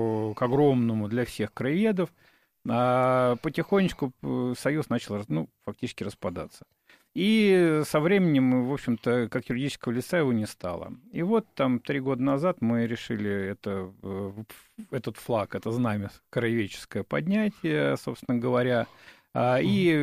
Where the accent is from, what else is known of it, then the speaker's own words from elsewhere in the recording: Moscow, Russia; для меня как коренного москвича